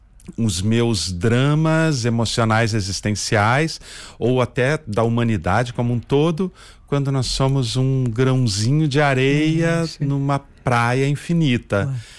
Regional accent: Porto Alegre, Rio Grande do Sul, Brazil; eu sou de Porto Alegre, uma cidade do sul do Brasil, uma pequena cidade

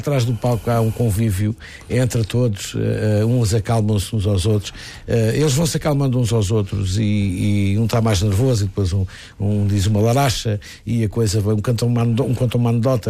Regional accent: Seda, Alentejo, Portugal

